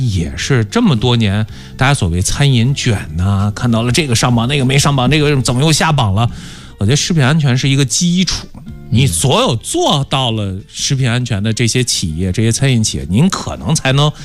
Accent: northern China, China; 作为北方人我接受不了

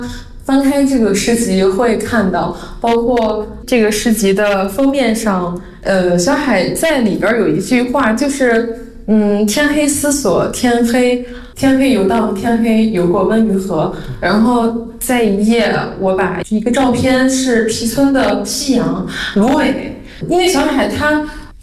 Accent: Shandong, China; now in Beijing, China; 因为我是山东人，我们鲁豫大地都是这样

